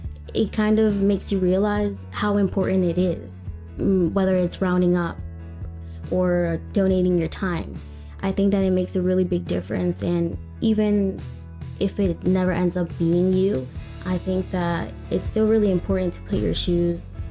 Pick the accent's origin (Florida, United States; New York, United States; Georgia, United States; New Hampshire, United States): Georgia, United States; Savannah; from Savannah.